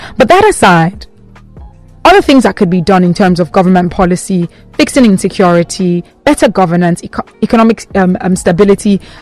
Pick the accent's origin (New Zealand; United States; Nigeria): Nigeria; because I am a Nigerian